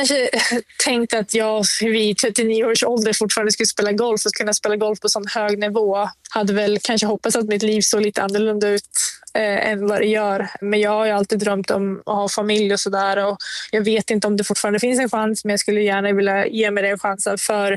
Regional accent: Sweden; moved away; Och jag bara träffar min familj hemma i Sverige en vecka senaste året

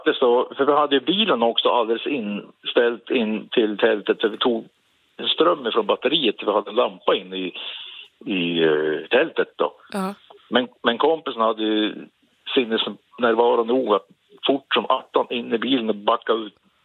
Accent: Jämtland County, Sweden; ja men solen här är väl ungefär som hemma i Jämtland

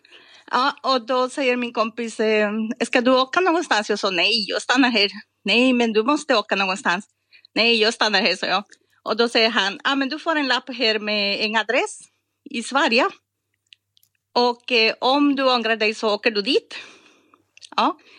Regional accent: Costa Rica; Swedish is a second language; moved away; Jag kommer från Costa Rica. Mm-hmm. Och har studerat i Polen då på 90-talet.

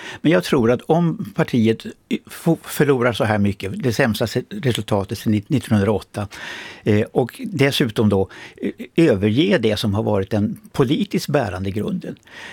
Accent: Kramfors, Västernorrland County, Sweden; Jag kommer själv från Kramfors i den röda Ådalen som länge har varit socialdemokratins kanske starkaste fäste.

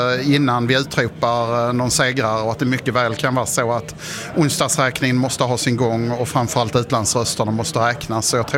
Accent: Helsingborg, Skåne, Sweden; Att jag är helsingborgare och det är helsingborgarnas vardag som är mitt huvudfokus

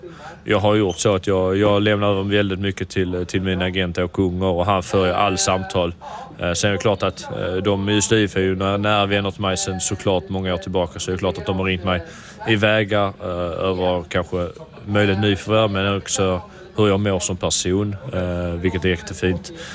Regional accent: Sweden; moved away as an adult; att äntligen kanske få bo hemma i Sverige

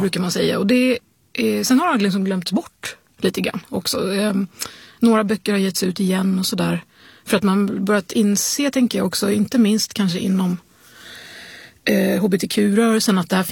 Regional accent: Örebro, Örebro County, Sweden; Och då till slut blev det så att jag växte upp i Örebro, så att det var ju liksom 20 mil till Stockholm, men ganska långt då kändes det.

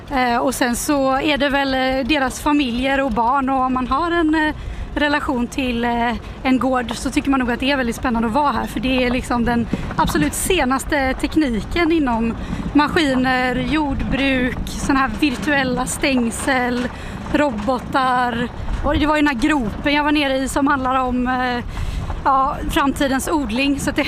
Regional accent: Gothenburg, Västra Götaland County, Sweden; jag är från Göteborg och jag är uppväxt i stan.

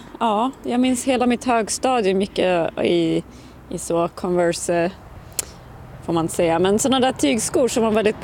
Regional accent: Ulricehamn, Västra Götaland County, Sweden; moved away; Jag är ju också från södra Sverige och vi hade skidbacke där jag växte upp.

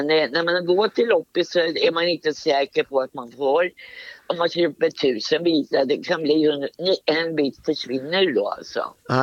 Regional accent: Stockholm, Stockholm County, Sweden; now in Norrköping, Sweden; Nej, jag är från Stockholm. Men låter några ord är från Stockholm, men inte mycket säger de.

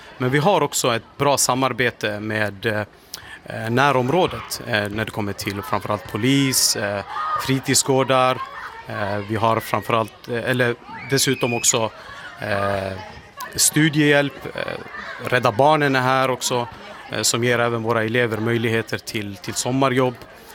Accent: Dalarna County, Sweden; now in Malmö, Sweden; jag är egentligen inte ens från Rosengård, jag är från Dalarna från början.

